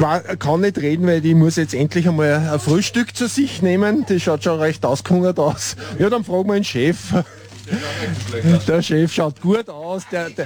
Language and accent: German; Upper Austria, Austria; Ich komme ja aus Oberösterreich, bei uns ist ja Blutwurstgrästl und das ist ja weit verbreitet.